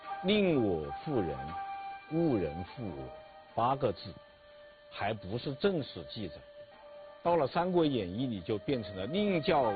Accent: China; 我们中国人呢，或者说我们传统社会的中国人有三个梦

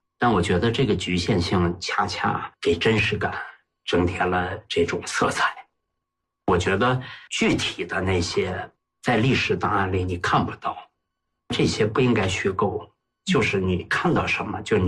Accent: Heilongjiang, China; 因为我本身是黑龙江人嘛，小说文目多，我对那块土地特别熟悉嘛。

